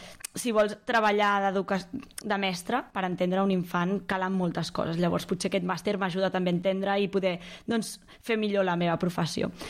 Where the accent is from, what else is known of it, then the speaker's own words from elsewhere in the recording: Caldes, Catalonia, Spain; Jo soc d'aquí Caldes, i llavors volia fer primer aquí Caldes de, doncs, veure... és el meu poble, i llavors era on sentia que estava més segura.